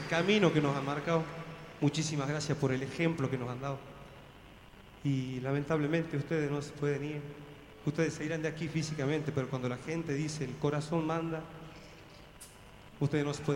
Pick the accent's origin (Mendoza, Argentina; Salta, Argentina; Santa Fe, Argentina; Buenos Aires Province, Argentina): Salta, Argentina